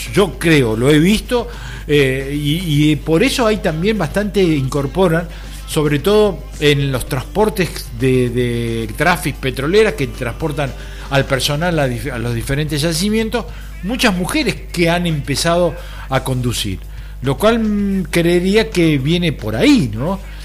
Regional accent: Neuquén, Argentina; porque yo vengo de Neuquén y es lo mismo.

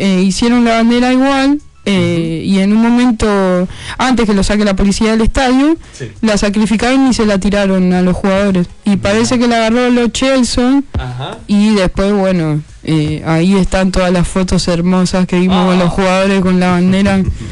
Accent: Argentina; habla mucho de nuestro folclore como argentinos

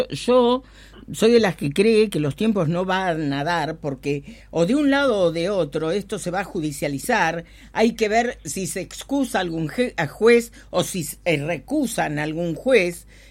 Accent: Tierra del Fuego, Argentina; uno es el legislador Lechman y otro sos vos, somos fueguinos.

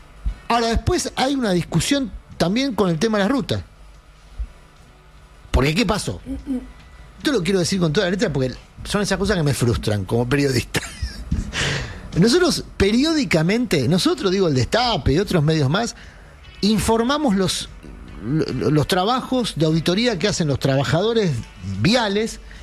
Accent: Argentina

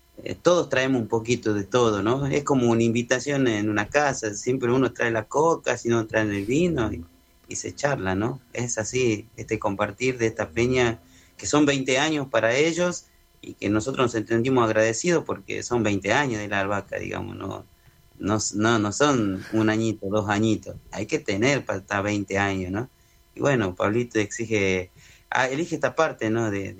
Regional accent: Humahuaca, Jujuy, Argentina

